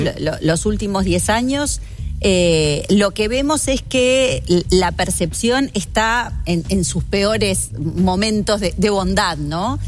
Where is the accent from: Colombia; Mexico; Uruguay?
Uruguay